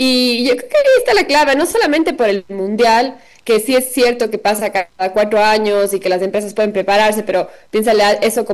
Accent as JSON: {"language": "Spanish", "country": "Ecuador", "said": "es eso que nos mueve a todos como ecuatorianos"}